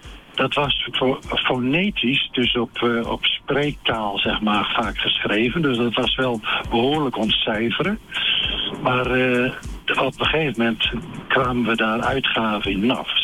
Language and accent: Dutch; Smeerling, Groningen, Netherlands; Ik kom uit Smeerling, tussen ons verder en Vlachtwedde in Westerwolde.